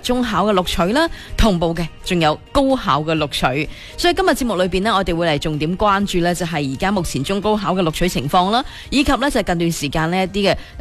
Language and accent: Cantonese; Guangdong, China; 似乎中大已经唔系我哋广东人心目当中，